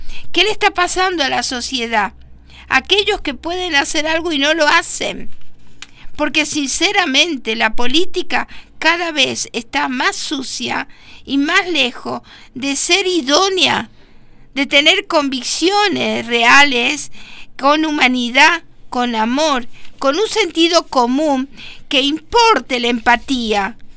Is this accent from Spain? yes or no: no; Argentina; nos preocupa como también, ciudadanos, como argentinos.